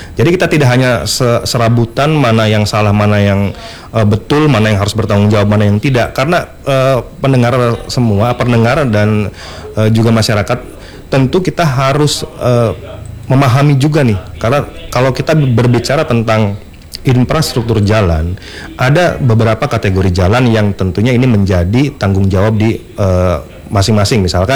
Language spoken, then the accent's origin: Indonesian; Java, Indonesia; born there; Jadi kalau saya balik ke cerita zaman dulu tuh di Jawa, saya kebetulan kan lahir di Jawa nih Pak Budi.